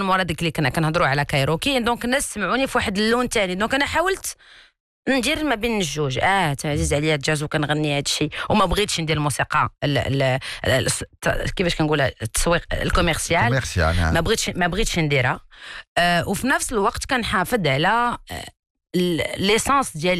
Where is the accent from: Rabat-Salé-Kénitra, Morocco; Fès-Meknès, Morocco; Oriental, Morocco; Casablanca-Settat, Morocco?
Casablanca-Settat, Morocco; Casablanca; لانني انا بنت الدار البيضاء